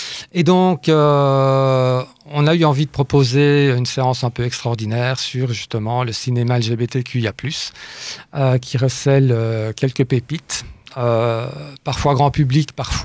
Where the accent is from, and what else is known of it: Belgium